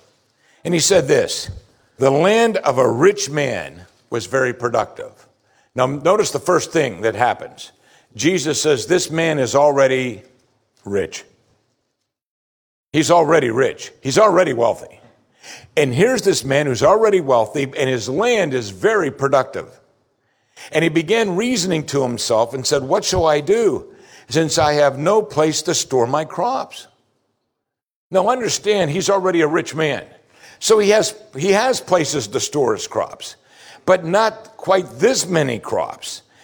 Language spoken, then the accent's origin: English; United States